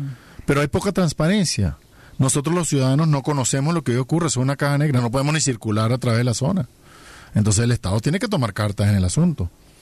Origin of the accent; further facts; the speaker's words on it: Venezuela; Como venezolanos debemos estar avergonzados de lo que allí ocurrió